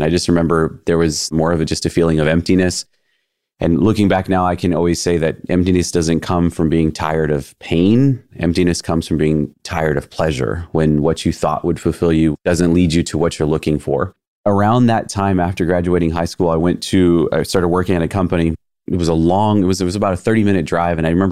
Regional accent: Austin, Texas, United States; I'm from Austin, and here's my story.

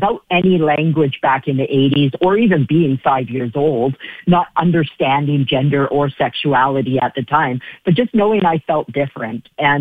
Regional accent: British Columbia, Canada; I was born in 1980, and I grew up in Vancouver, BC, Canada, on an island about 2 hours from Vancouver, downtown Vancouver, BC.

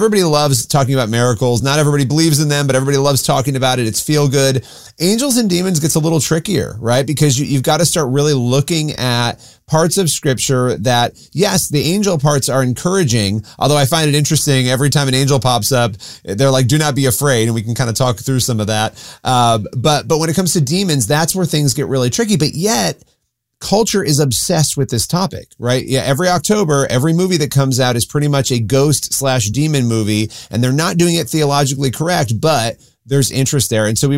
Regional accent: Rochester, New York, United States; but I actually grew up in Rochester where you went to school. I grew up just outside of Rochester.

